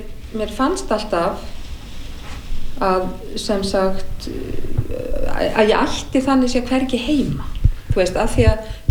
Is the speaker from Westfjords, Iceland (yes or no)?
no; Reykjavík, Capital Region, Iceland; Ég held að einhverstaðar hafi mér þótt að líka ákveðin lúxus að alast upp á Laugaveginum.